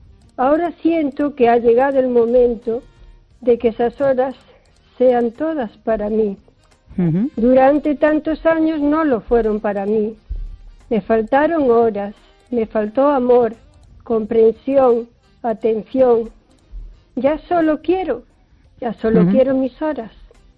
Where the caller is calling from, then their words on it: O Carballiño, Galicia, Spain; Buenas noches, Esther. … de Carballiño.